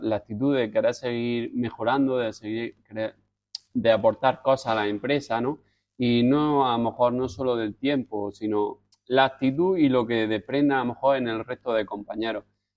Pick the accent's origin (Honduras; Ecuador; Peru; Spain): Spain; Almería, Andalusia; Deportiva de Almería, y por mi tierra